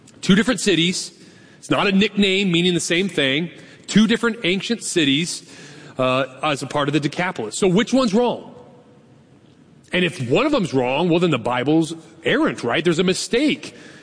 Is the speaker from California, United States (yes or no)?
yes; Carmichael, California, United States; also born or lived in Sacramento; And when somebody asked me where I was from, I would always say, I'm from Sacramento. Do you know I've never lived one day in my entire life in the city of Sacramento? Not one day. I actually grew up and am from Carmicha